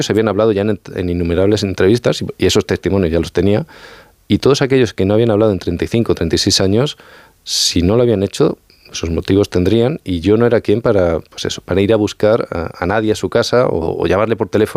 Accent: Extremadura, Spain

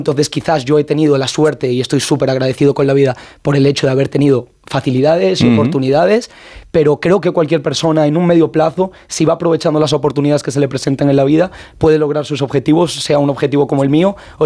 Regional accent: Colombia; Yo jugaba al fútbol de pequeño, yo vivía en Colombia y yo jugaba en una cantera en Colombia

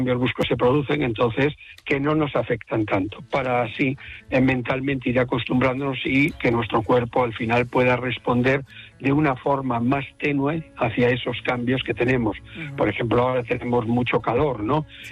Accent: Galicia, Spain; Como buen gallego voy allí.

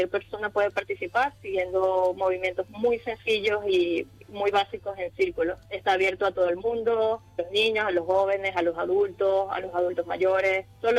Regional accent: Venezuela; now in Ceuta, Spain; Yo soy venezolana y llevo más de 4 años danzando con la asociación.

